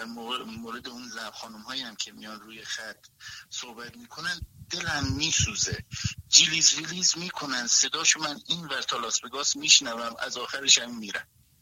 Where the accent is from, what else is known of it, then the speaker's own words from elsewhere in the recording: Iran; now in United States; شهر خودم در ایران پاپیچه من شدن، بیا زن بگی، بیا زن واسهت پیدا کنیم، ولی دیگه میبینن که یه پام این کشور یه پام اون کشور